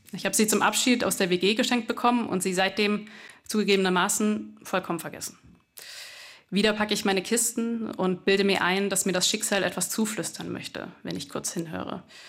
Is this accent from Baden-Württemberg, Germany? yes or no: yes; Tal, Baden-Württemberg, Germany; also ich komme aus der Nähe von Ulm, aus einem kleinen schwäbischen Dorf, das heißt Tal mit TH, muss man nicht kennen.